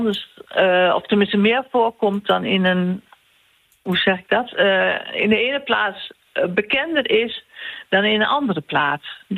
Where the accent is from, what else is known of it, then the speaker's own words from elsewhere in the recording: Enschede, Overijssel, Netherlands; moved away as an adult; Ik ben geboren en getogen in Enschede. Ik ben daar op mijn 19e weggegaan. Ik ben via heel veel plaatsen in Nederland ben ik 4 jaar geleden teruggekomen.